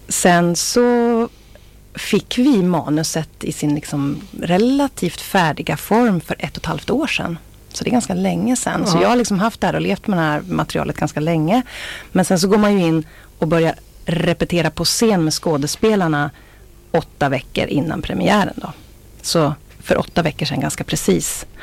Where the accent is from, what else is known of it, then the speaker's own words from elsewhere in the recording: Östersund, Jämtland County, Sweden; now in southern Sweden; Jag är från Östersund från början.